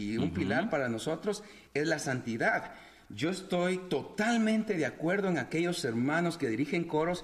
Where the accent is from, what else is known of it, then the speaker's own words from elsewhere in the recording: Guatemala City, Guatemala Department, Guatemala; born there; also born or lived in Santa Lucía Cotzumalguapa, Escuintla, Guatemala; Yo crecí en Santa Lucía, Cotzumalguapa. Tuve un accidente como a los 6 años, me pusieron 16 puntos en mi cabeza. Debido a eso nos venimos a la capital